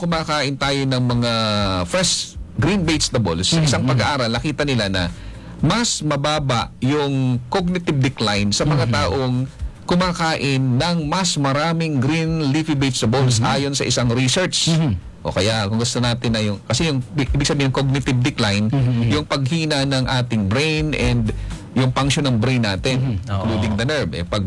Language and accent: Tagalog; Bicol Region, Philippines; sa amin sa Bicol